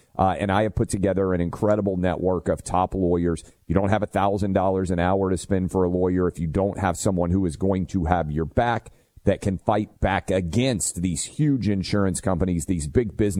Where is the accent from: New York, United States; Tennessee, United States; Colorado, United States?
Tennessee, United States; Nashville; I hate when this happens anywhere, particularly my hometown of Nashville.